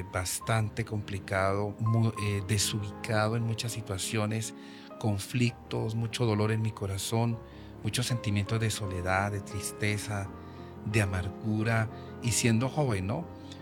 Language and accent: Spanish; Cáqueza, Cundinamarca, Colombia; born there; also born or lived in Bogotá; now in Pitalito, Colombia; yo nací en el Hospital San Rafael, que se llama el de Caquesa